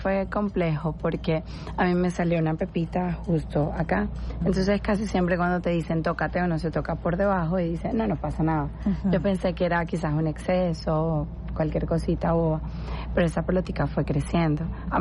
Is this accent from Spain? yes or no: no; Venezuela; el ser venezolana